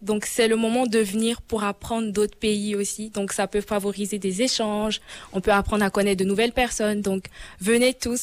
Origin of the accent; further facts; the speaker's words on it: Côte d’Ivoire; moved away; Moi, je viens de la Côte d'Ivoire.